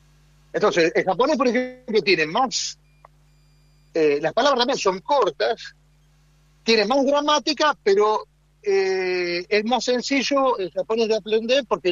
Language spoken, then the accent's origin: Spanish; China; me sale un poquito más el dialecto de Shanghái, digamos, el acento. Si no me ven que soy chino, que la cara, se piensan que soy de la zona ahí.